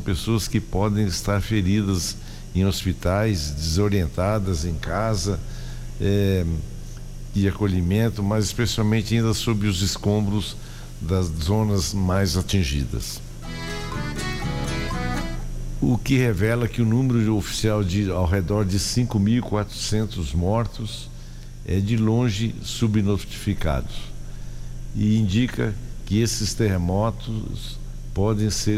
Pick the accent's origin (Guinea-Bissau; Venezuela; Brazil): Venezuela; Isso que vivemos tristemente como venezuelanos.